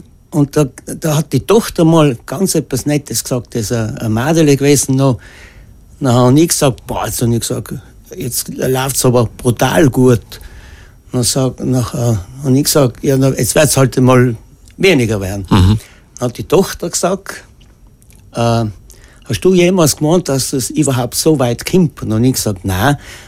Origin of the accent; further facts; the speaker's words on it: Tyrol, Austria; born there; also born or lived in Ultental, South Tyrol; ich bin in Österreich geboren, ich bin zwar Oldentaler, aber ich bin in Österreich geboren, da ist mein Lebensmittelpunkt draußen.